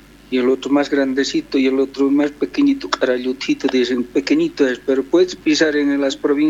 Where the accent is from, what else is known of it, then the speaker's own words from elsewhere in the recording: Cochabamba, Bolivia; born there; mi pueblo, provincia de Puebla, municipio Independencia, Frito 8, Chulpapampa